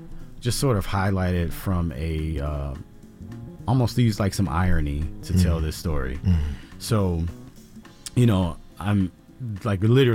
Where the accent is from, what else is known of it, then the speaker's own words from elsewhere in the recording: Washington, District of Columbia, United States; I grew up in Washington, D.C., and, you know, my mom, she worked for actually several founding members of the Congressional Black Caucus.